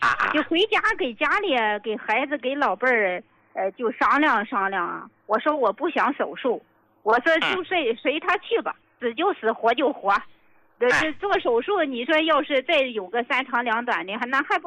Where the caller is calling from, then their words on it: Tai'an, Shandong, China; 我是山东的，山东泰安的听众，